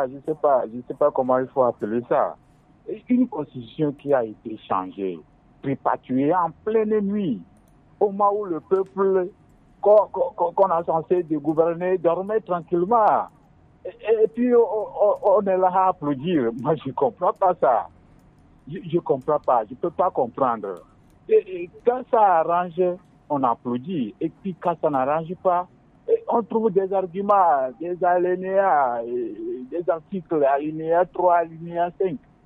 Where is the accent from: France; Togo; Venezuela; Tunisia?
Togo; Nous sommes tous des Togolais. Entre nous, on peut s'arranger.